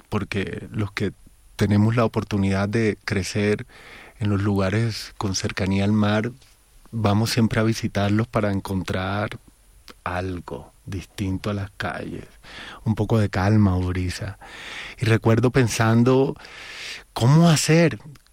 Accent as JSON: {"language": "Spanish", "town": "Cartagena", "region": "Bolívar", "country": "Colombia", "lives_now": "Bogotá, Colombia", "said": "Y en mi caso, que soy de Cartagena, se mete en todas mis emociones."}